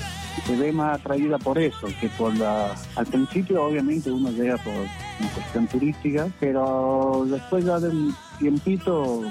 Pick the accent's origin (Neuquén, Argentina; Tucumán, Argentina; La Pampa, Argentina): Tucumán, Argentina; Yerba Buena; moved away as an adult; now in Amaicha del Valle, Argentina; yo soy de San Miguel de Tucumán, en realidad de Yerbabuena, al lado de San Miguel de Tucumán. Hace 12 años ya estoy radicado en Amaicha, pueblo que está en el oeste de la provincia, pasando los cerros.